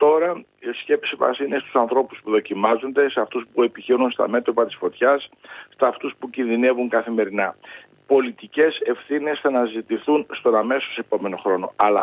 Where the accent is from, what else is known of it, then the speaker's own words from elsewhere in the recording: Drama, Eastern Macedonia and Thrace, Greece; Κοιτάξτε, εγώ είμαι από τη Δράμα